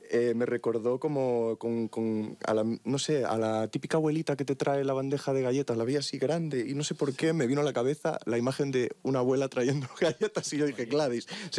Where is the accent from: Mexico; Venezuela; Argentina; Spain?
Spain; Galicia; Y Galicia, pues es mi casa y mi lugar de descanso. Que además me costó bastante ser profeta en mi tierra.